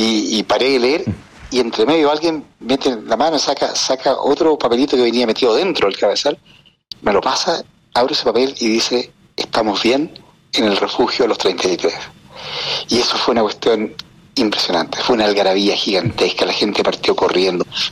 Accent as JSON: {"language": "Spanish", "country": "Chile"}